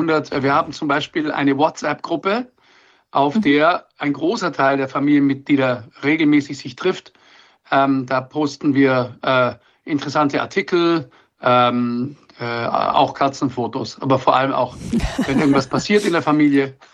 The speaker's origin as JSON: {"language": "German", "country": "Germany", "tie": "born there", "said": "Und dann, als ich geboren bin, bin ich in Deutschland geboren. Und so habe ich eine deutsche Staatsbürgerschaft."}